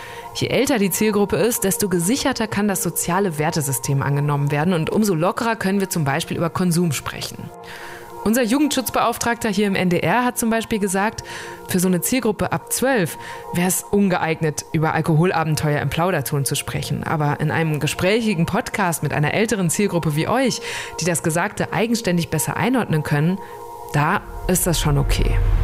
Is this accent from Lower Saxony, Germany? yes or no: no; North Rhine-Westphalia, Germany; wir kommen beide aus dem Münsterland, wo auch, ne, direkt genau, an der holländischen Grenze